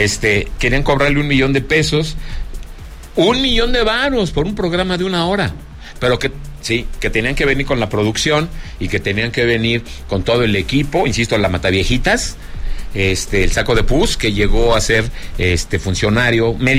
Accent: Zacatecas, Mexico; Bienvenida a mi tierra Zacatecas.

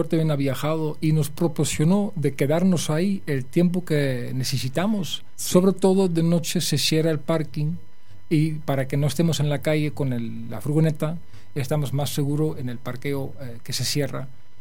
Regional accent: Spain; now in Netherlands; Yo me crecí en España y en el último año que yo estuve viviendo en España

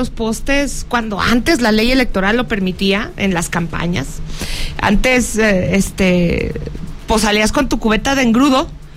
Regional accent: Fresnillo, Zacatecas, Mexico; pero pues soy de Fresnillo

